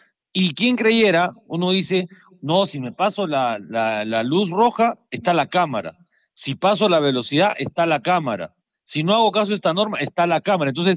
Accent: Peru; nuestra realidad como peruanos y acá también en Arequipa.

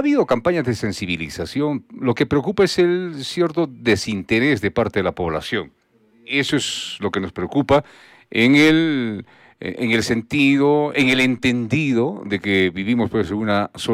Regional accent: Arequipa, Peru; nosotros pues como arequipeños, ya entró la llojia, ¿no?

